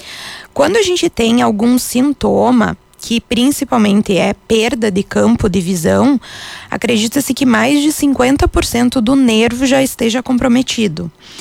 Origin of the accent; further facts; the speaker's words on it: Ijuí, Rio Grande do Sul, Brazil; moved away as an adult; also born or lived in Mogi das Cruzes / São Paulo; now in Encantado, Brazil; Eu sou natural então de Juí, lá na região noroeste do estado. Eu tô residindo aqui em Encantado já tem 4 anos, me apaixonei por essa cidade.